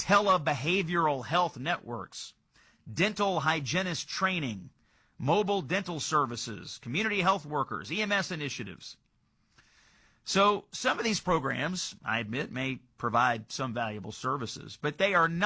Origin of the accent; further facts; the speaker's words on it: Kentucky, United States; So I'm going to go to my home state of Kentucky and tell you a story.